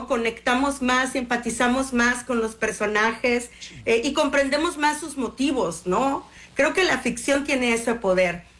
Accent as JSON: {"language": "Spanish", "country": "Mexico", "said": "es una locura que soy la quinta mexicana en ganarlo, ¿no? Y la segunda mujer mexicana después de Lenita Poniatowska"}